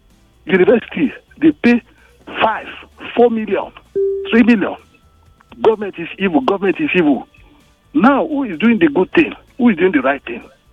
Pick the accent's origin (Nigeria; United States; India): Nigeria; Igondo; now in Sokoto, Nigeria; from Igondo. Right now, I'm listening from Sokoto.